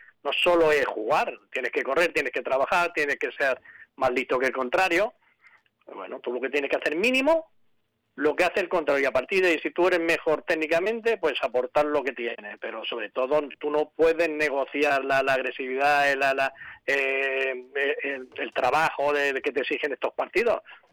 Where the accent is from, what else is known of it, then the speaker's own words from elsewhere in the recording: Terrassa, Catalonia, Spain; yo soy de Tarrasa, soy a 6 kilómetros de Sabadell.